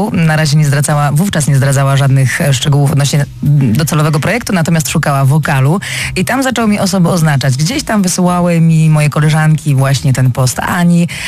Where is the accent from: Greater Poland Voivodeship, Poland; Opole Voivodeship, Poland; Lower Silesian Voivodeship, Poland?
Opole Voivodeship, Poland; Opole; Ja mówię, ale jestem z Opola. A Ania mówi, ale ja też jestem z Opola. Ja mówię, no to gdzie? No ja mieszkam na Koszyku. Ja mówię, a ja na Przeszkowskie.